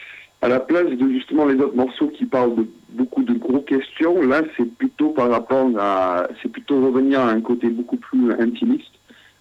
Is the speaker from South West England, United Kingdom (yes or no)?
no; Glasgow, Scotland, United Kingdom; on a un point commun parce que je suis de Glasgow et je suis je suis supporter de Glasgow Celtic.